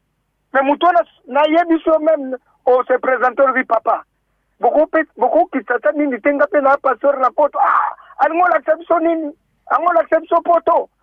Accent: DR Congo; Mais il faut y avoir que nous sommes Congolais

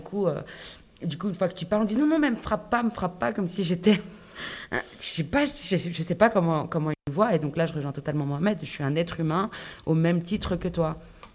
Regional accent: Belgium; moi j'ai grandi en Belgique, je parle que français

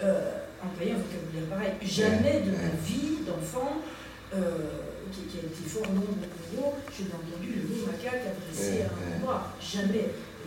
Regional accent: Katanga, DR Congo; À la même époque, moi j'ai vécu, j'ai passé toute mon enfance à l'Est, au Katanga, ouais.

